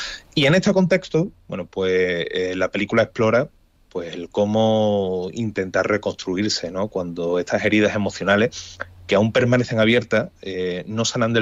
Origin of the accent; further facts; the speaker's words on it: Andalusia, Spain; Pero como nosotros somos andaluces, bueno, pues nos pilla un poco, tú sabes.